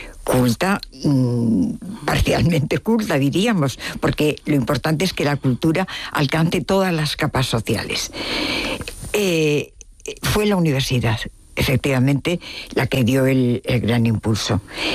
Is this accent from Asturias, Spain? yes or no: no; Logroño, La Rioja, Spain; born there; now in Málaga, Spain; Bueno, efectivamente, nací en Logroño.